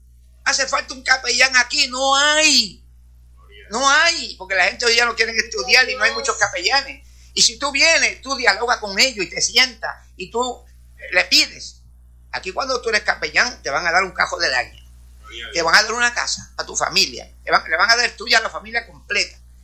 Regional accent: Corozal, Puerto Rico; Yo fui el único del barrio Abras de Corozal que era cristiano.

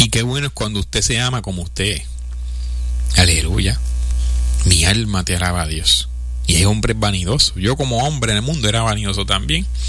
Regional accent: Puerto Rico; Predicando la moral en calzoncillos, vulgarmente, como dicen en mi país, Puerto Rico.

